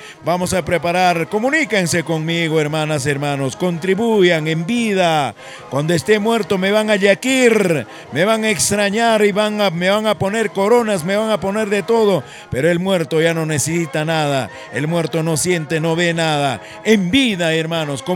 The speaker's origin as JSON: {"language": "Spanish", "country": "Peru", "tie": "born or raised there", "lives_now": "Huaraz, Peru", "said": "en mi tierra natal de Collahuasi."}